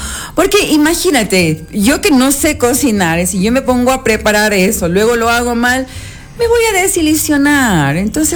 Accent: Ecuador; moved away; ahora que estoy aquí en mi país

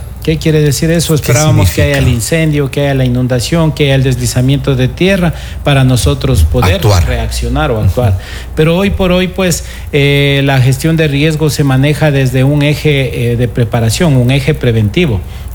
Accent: Ecuador; nosotros como ecuatorianos

